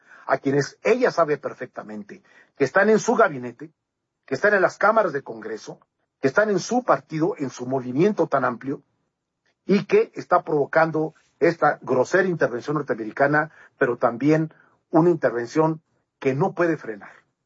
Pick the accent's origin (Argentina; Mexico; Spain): Mexico; Veo y lo lamento muchísimo, sin duda alguna, como mexicano no puedo estar contento con esto.